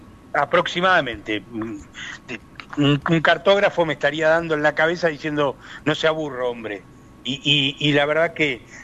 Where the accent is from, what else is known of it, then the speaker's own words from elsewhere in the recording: Patagonia, Argentina; yo soy de la Patagonia